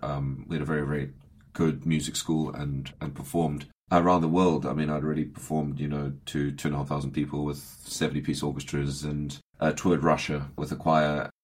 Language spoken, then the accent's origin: English; Zimbabwe; moved away; also born or lived in Montana; my experience kind of growing up in Zimbabwe and then working out in Montana